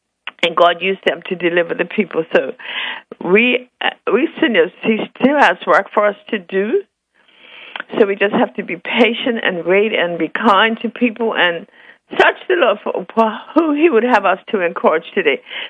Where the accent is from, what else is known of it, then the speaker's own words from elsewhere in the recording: St. George, St. George's, Bermuda; Oh, so I'm from St. George.